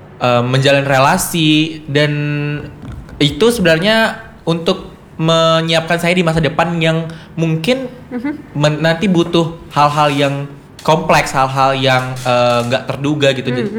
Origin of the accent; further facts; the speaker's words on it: Natuna, Riau Islands, Indonesia; kita kan orang Natuna, kita itu dari ujung utara gitu, dari perbatasan